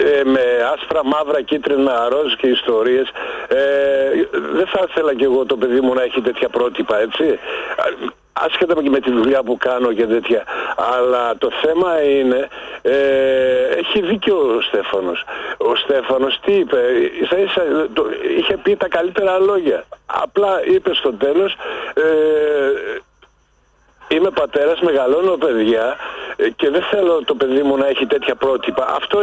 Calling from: Germany; από Γερμανία.

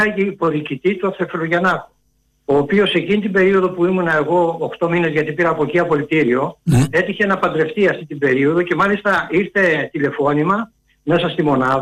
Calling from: Piraeus, Attica, Greece; Καλησπέρα … από Πειραιά.

